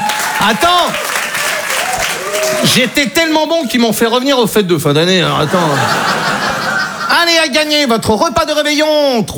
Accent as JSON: {"language": "French", "region": "Brittany", "country": "France", "said": "je suis breton, j'ai 20 ans."}